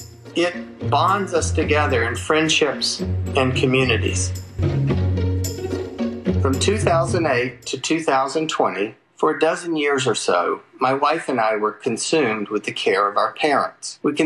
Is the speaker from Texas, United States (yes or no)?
yes; Houston, Texas, United States; I'm from Houston, Texas.